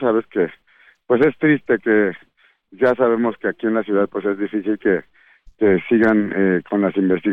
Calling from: Mexico; como mexicanos siempre somos bien luchones y resistentes

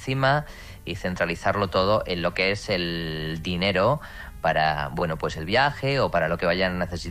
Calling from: Salamanca, Castile and León, Spain; Nosotros somos de Salamanca y la boda es en Madrid

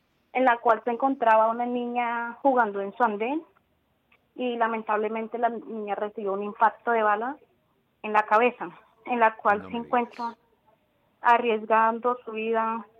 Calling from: Neiva, Huila, Colombia; soy de Neiva Huila. Sí. Vivo en la comuna número 8 del barrio Los Alpes.

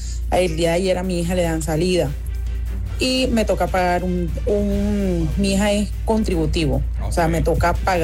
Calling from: Galapa, Atlántico, Colombia; Yo vivo en Galapa.

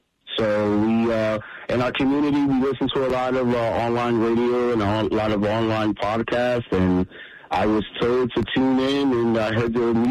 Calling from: New York City, New York, United States; I'm calling from New York City.

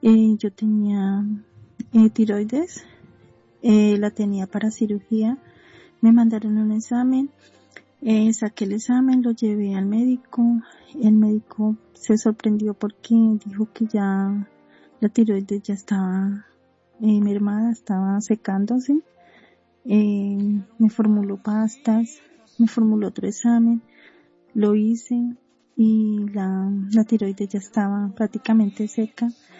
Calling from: Pitalito, Huila, Colombia; soy de Pitalito, Huila.

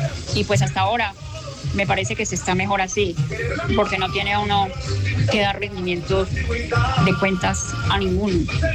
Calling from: La Tebaida, Quindío, Colombia; desde La Tebaida.

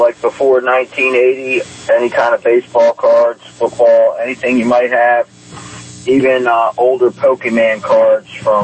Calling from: Parkville, Maryland, United States; in Parkville.

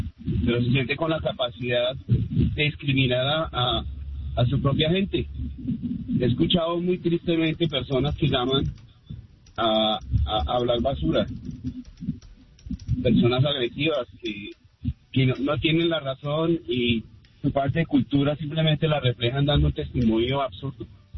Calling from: Ogden, Utah, United States; De Ogden.

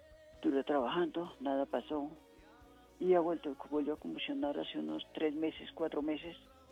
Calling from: Bogotá, Bogotá D.C., Colombia; En Bogotá. Sí, aquí en Bogotá.

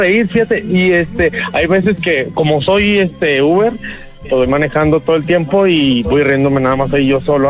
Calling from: Guadalajara, Jalisco, Mexico; De acá de Guadalajara.

